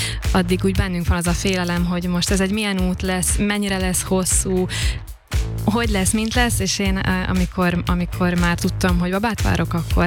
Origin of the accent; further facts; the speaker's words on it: Serbia; now in Switzerland; akkor már Svájcban éltünk, és akkor nézegettem Svájcban is, hát Szerbiában is, hogy onnan származom